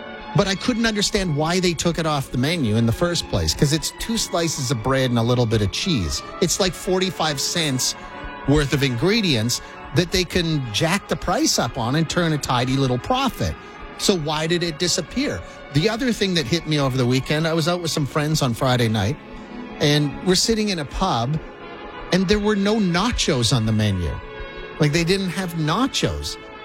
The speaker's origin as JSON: {"language": "English", "town": "Moose Jaw", "region": "Saskatchewan", "country": "Canada", "tie": "born or raised there", "said": "I grew up in Moose Jaw, Saskatchewan, in a time when, you know, the fast food game was pretty much McDonald's, KFC, of course, Burger Baron."}